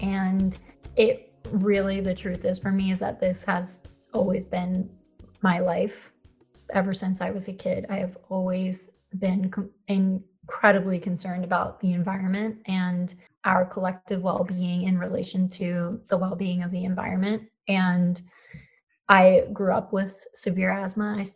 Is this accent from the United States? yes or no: yes; Philadelphia, Pennsylvania, United States; moved away as an adult; also born or lived in Colorado; I grew up in Philadelphia, and it is not the best city to grow up in terms of pollution and being able to access nature and the outdoors.